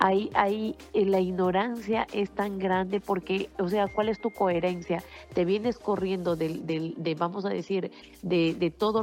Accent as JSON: {"language": "Spanish", "country": "Peru", "said": "Y yo digo, no lo sé por qué, yo soy peruana y yo amo dar la mano a una chica peruana"}